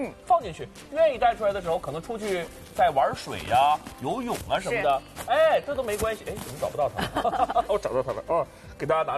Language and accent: Chinese; northern China, China